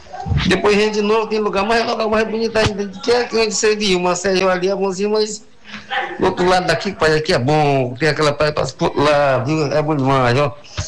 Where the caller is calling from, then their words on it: Camocim, Ceará, Brazil; lá na minha cidade